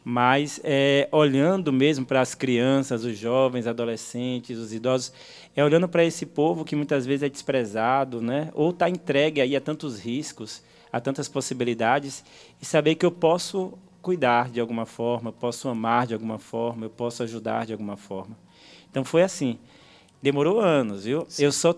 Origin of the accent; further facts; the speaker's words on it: Feira de Santana, Bahia, Brazil; also born or lived in Juazeiro do Norte, Ceará; Eu sou cearense, né, Juazeiro do Norte, minha família toda de lá, mas quando criança... Nós viemos para cá, para a Feira de Santana, lá para a Feira de Santana, e residimos ali próximo ao Dispensário Santana